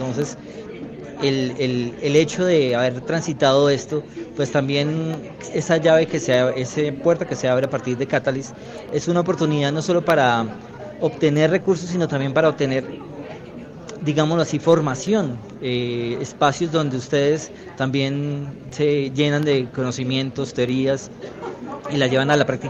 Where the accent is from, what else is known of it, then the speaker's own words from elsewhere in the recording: Colombia; podamos volver a encontrarnos como colombianos